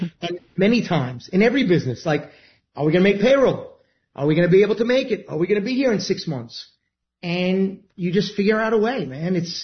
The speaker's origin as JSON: {"language": "English", "town": "Queens", "region": "New York", "country": "United States", "said": "It's why I always say … from Queens, right?"}